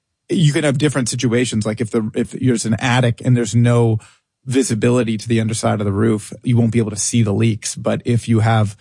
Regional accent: Atlanta, Georgia, United States; I'm from Atlanta.

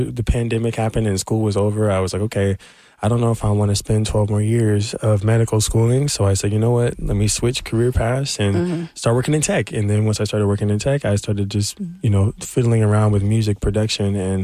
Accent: Nashville, Tennessee, United States; I'm from Nashville, Tennessee.

